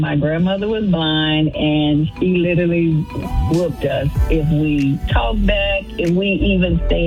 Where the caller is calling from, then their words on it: Billerica, Georgia, United States; I am calling from Billerica, Georgia.